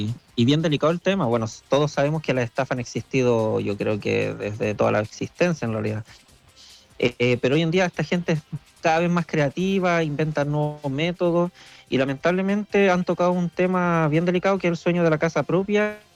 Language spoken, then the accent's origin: Spanish; Panguipulli, Los Ríos, Chile; Además que somos todos de Panguipulli, los comités son de aquí mismo.